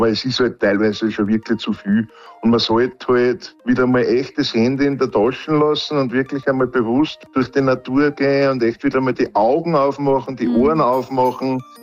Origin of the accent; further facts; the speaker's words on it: Upper Austria, Austria; oder waren zum Beispiel bei uns in Oberösterreich, in Hallstatt, das ist sehr bekannt